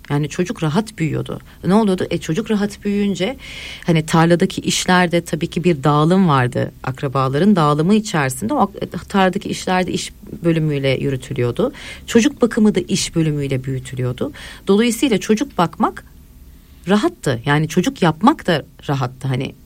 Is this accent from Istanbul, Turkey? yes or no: yes; Istanbul, Turkey; Ben şimdi Üsküdarlıyım aslan. Ben ailem 60-70 seneden beri Üsküdarlı, Doğancılar'da yetiştim.